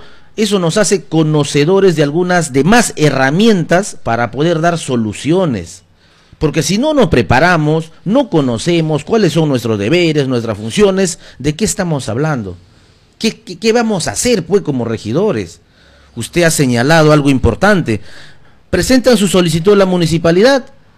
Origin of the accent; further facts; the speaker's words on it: Pichanaki, Junín, Peru; Yo soy nacido en Pichanaki, pertenezco al centro poblado de Condado Pichiquiari, mi familia está ahí en Condado Pichiquiari, La Libertad, tengo ahí toda la familia